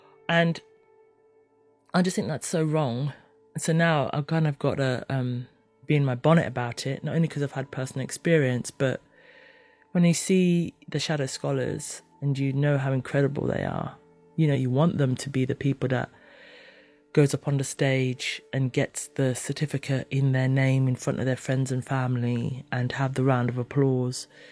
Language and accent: English; St. Kitts & Nevis; also born or lived in Kenya; now in United Kingdom; My dad's Kenyan. I was born in Kenya. And then when my parents separated, I moved to St. Kitts. And my mum was here in the UK.